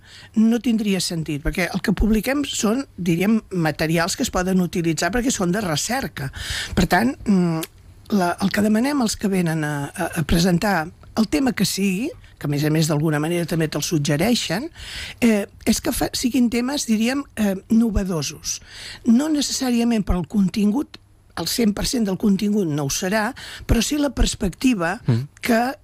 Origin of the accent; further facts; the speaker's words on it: Vilallonga del Camp, Catalonia, Spain; Jo soc tarragonina, soc de Vilallonga del Camp, vull dir que també soc de proximitat.